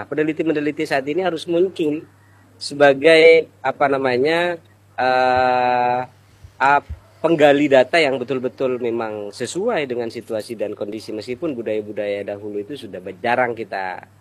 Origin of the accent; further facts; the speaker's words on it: Sumenep, East Java, Indonesia; born there; Karena saya orang Sumenep